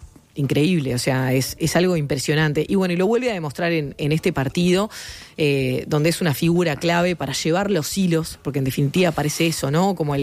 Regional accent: Uruguay

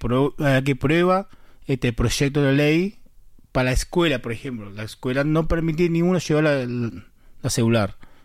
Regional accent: Uruguay; yo soy uruguayo, yo hay que hacer la cosa, el servicio para Uruguay, ¿no?

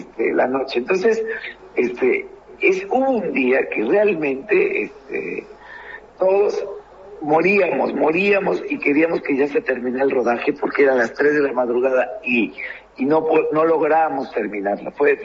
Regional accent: Mexico; accent: Mexican; moved away as an adult; also born or lived in Paysandú, Uruguay; now in Salto, Uruguay; como inmigrante, a mí personalmente me ha beneficiado mucho mantener el acento mexicano, ¿sabes?

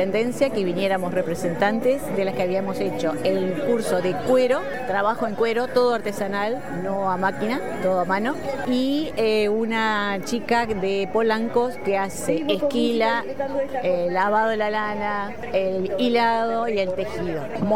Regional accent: San Pedro, Colonia, Uruguay; moved away as an adult; now in Colonia, Uruguay; Yo soy de San Pedro. Nacida y criada en San Pedro, trabajé como maestra docente casi todos los años y me jubilé en la misma escuela que yo hice los primeros 6 años de escuela. Y ahora, después retirada, me fui a Colonia

